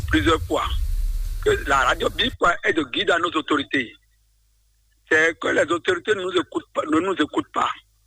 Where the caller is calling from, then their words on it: Benin; Je vous appelle depuis Agemila, à Bagdo, à la commune d'Adjoum, à Rosson d'Azolissé.